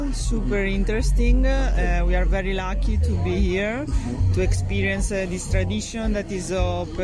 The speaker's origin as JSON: {"language": "English", "country": "Italy", "said": "And I'm a musician from Italy. I play the saxophone and I compose also electronic music."}